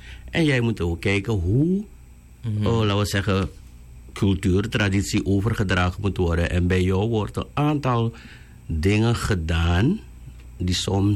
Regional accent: Suriname; Ik ben een Surinamer van Maron afkomst.

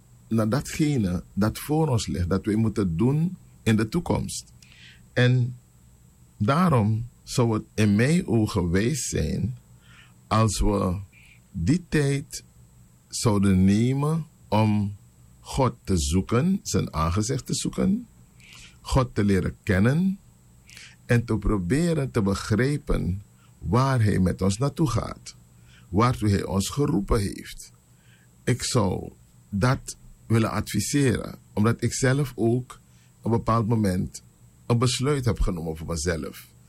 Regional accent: Suriname; born there; Wij zijn in Suriname geboren. En onze voorvoorouders ook. Maar onze voorouders, die zijn naar Suriname gebracht.

